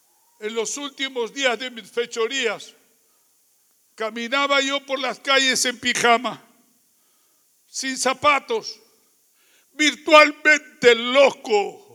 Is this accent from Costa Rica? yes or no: no; Lima, Peru; las calles de Lima, Perú, de donde vengo.